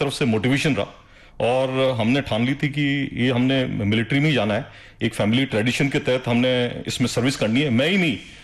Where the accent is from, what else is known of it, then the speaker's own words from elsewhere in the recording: Ugriyawas, Rajasthan, India; born there; मेरा जन्म उग्रियावास में हुआ, जो कि एक 22 गांव का ठिकाना है, दूदू तहसील में है, जयपुर के पास में। और जो खंगारोत राजपूत हैं वो महाराव खंगार के वंशज हैं।